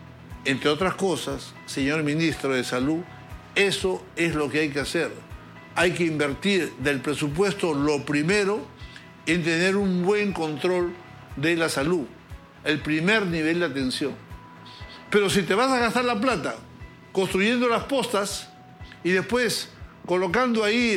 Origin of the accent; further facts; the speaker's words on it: Peru; una de las cosas que sí me interesa como peruano y como médico es que el diagnóstico tiene que ser el preciso.